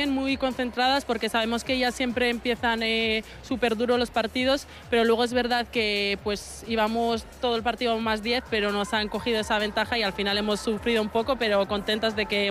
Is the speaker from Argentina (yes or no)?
no; Basque Country, Spain; Sí, bueno, nosotras somos cuatro vascas